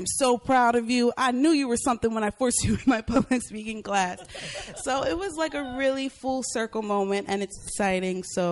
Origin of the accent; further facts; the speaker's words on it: Jamaica; speaking of being Jamaican